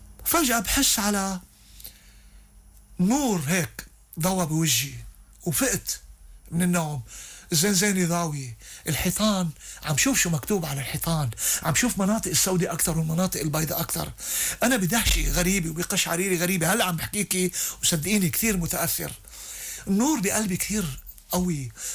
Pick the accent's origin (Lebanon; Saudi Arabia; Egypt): Lebanon; أنا لبناني قبل مني مسلم، وأنا عندي لبنان قبل مكي